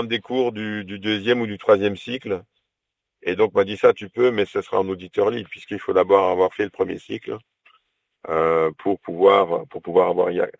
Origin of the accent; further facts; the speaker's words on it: Montpellier, Occitanie, France; nous, au niveau des paroisses, même qu'on est de Montpellier, hein